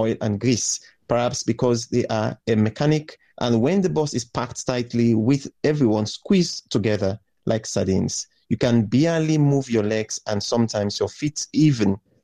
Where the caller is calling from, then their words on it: Freetown, Western Area, Sierra Leone; I'm speaking from Freetown, Sierra Leone.